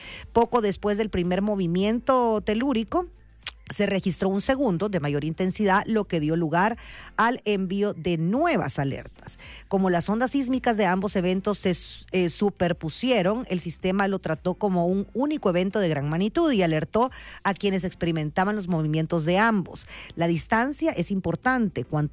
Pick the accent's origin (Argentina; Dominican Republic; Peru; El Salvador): El Salvador; Nosotros somos el Valle de las Hamacas, es un país sísmico.